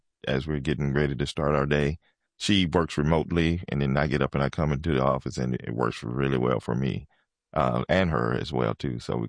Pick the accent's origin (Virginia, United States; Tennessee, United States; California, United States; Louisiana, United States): Tennessee, United States; Munford; moved away as an adult; now in Chattanooga, United States; I grew up in Munford, Tennessee. And that's where the majority of my family is there.